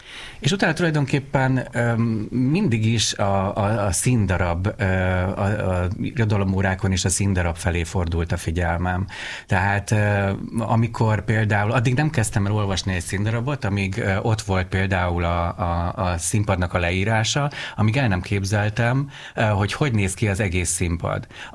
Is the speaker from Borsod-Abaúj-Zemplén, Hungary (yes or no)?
yes; Ózd, Borsod-Abaúj-Zemplén, Hungary; born there; now in Budapest, Hungary; Én Ózdon születtem